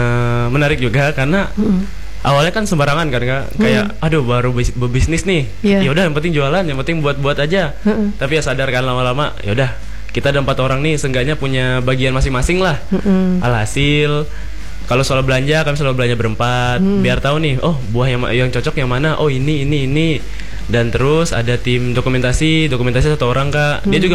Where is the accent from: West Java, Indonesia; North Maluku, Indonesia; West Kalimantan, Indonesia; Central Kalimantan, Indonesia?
Central Kalimantan, Indonesia; Palangka Raya; sebagai warga Palangka yang sedang terkena kabut asap